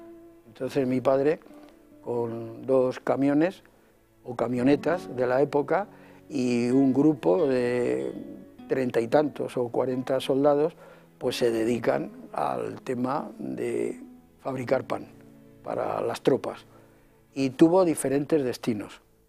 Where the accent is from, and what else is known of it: Madrid, Community of Madrid, Spain; born there